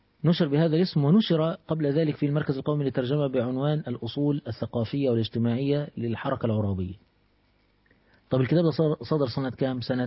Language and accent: Arabic; Egypt; دار مريت مشهورة عندنا في مصر